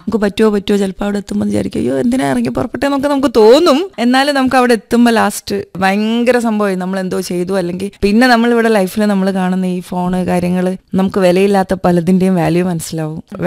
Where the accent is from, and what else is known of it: Koodathai, Kerala, India; born or raised there; now in Thiruvananthapuram, India